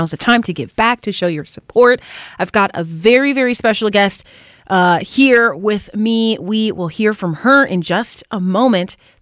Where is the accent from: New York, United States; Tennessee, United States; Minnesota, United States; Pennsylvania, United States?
Minnesota, United States; And again, to show love to our local jazz community, you know, Minnesota. We're Minnesota, my home.